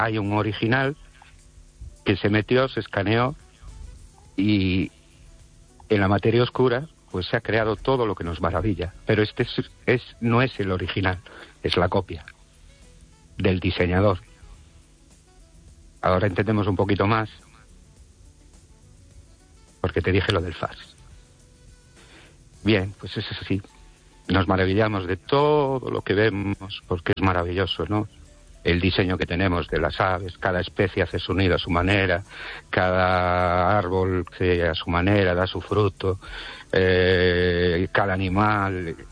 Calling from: Ourense, Galicia, Spain

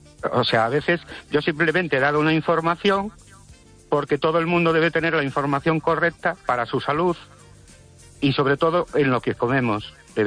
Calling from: Ourense, Galicia, Spain

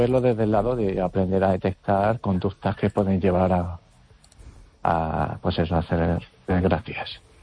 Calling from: Vigo, Galicia, Spain

